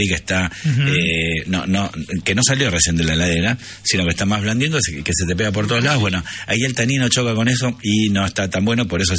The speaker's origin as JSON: {"language": "Spanish", "country": "Italy", "said": "Digo, yo soy italiano, me encanta, amo las pastas, amo todo lo italiano"}